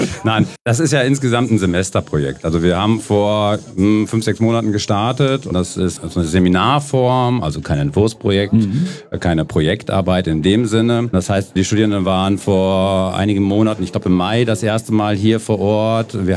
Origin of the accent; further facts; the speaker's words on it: Münster, North Rhine-Westphalia, Germany; ich bin ja gebürtiger Gremmendorfer. Insofern, meine Eltern leben auch noch in Gremmendorf